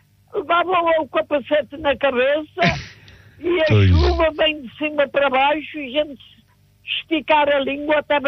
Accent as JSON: {"language": "Portuguese", "town": "Sátão", "region": "Viseu", "country": "Portugal", "tie": "born there", "also_born_or_lived": "Lisbon", "said": "fiz o magistério em Lisboa, mas eu não sou de Lisboa. Eu nasci no concelho de Sátão, numa aldeia chamada Xoito de Golfar, freguesia de Romãs."}